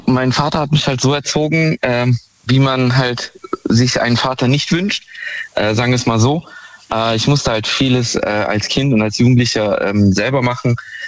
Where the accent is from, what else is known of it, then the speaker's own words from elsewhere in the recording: Baden-Württemberg, Germany; Ich komme aus der Ecke Heidelberg.